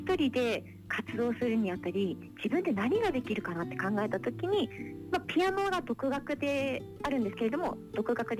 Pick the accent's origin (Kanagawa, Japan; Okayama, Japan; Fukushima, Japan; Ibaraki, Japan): Fukushima, Japan; born there; moved away as an adult; also born or lived in Sendai, Miyagi; 私は福島県福島市で生まれになりまして、音楽を始めたのは隣の宮城県仙台市だったんですけれども、今は活動拠点を福島の方に戻して福島を中心に活動しております。